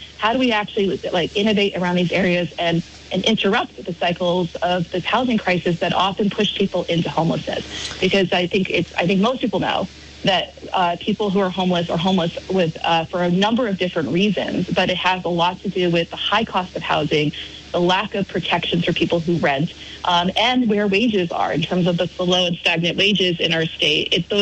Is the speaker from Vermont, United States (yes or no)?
yes; Barre, Vermont, United States; now in Burlington, United States; I grew up in Vermont.